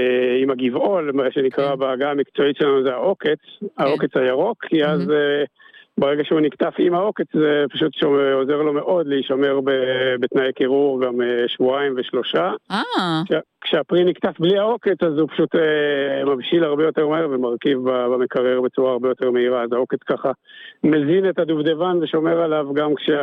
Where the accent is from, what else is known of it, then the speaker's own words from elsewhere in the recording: El Rom, Northern District, Israel; אני מקיבוץ אל רום, צפון רמת הגולן. כן, בצפון הרחוק.